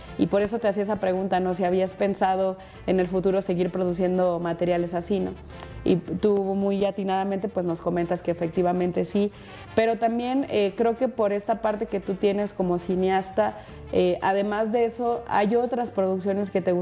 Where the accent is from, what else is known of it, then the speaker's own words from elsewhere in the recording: Oaxaca, Mexico; al menos en la gente de mi comunidad, que te digo, somos originarios de Oaxaca